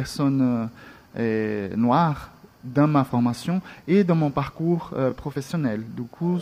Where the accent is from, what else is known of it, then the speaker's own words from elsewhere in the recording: Brazil; now in France; Je viens du Brésil, j'ai fait une formation en master ici en France